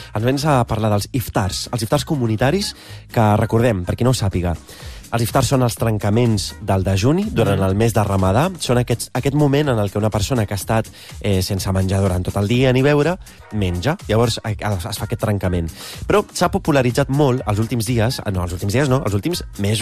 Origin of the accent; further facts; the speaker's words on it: Roses, Catalonia, Spain; jo soc de Roses, de Girona, i la gent de Girona fem una mica el que...